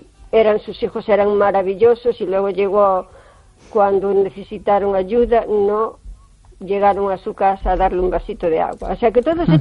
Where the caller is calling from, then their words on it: O Carballiño, Galicia, Spain; de Carballiño.